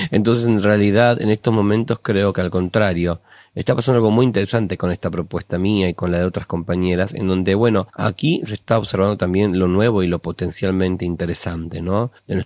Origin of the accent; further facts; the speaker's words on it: Argentina; está gobernando la ultraderecha en Argentina. También está pasando en mi país